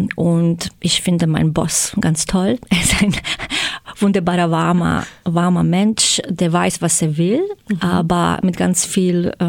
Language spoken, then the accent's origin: German; Zagreb, City of Zagreb, Croatia; German is a second language; moved away; Okay, ich komme aus Kroatien, in Zagreb geboren. Mhm. Und hier zugezogen in August, vor einem Monat jetzt.